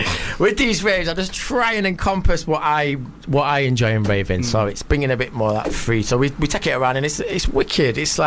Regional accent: Sheffield, Yorkshire and the Humber, United Kingdom; moved away; I'm from Sheffield

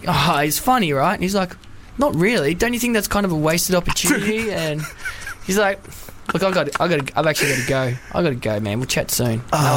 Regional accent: Wales, United Kingdom; born there; With my dad, because I was born in Wales. We're all from Wales. I'm the only one in the family, because my two older brothers are Welsh. It's like, I'm the only one that's really taken on the whole, yeah, I'm Welsh and I'm proud.

